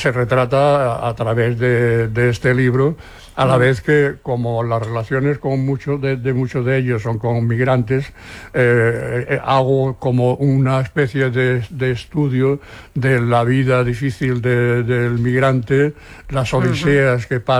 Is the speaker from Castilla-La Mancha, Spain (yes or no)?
no; Seville, Andalusia, Spain; now in Barcelona, Spain; nosotros cuando vinimos de Sevilla.